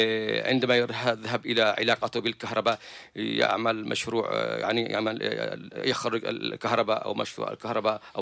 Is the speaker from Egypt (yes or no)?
no; Yemen; عندنا في اليمن